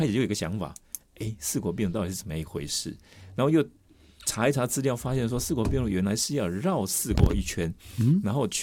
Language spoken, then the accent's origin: Chinese; Taiwan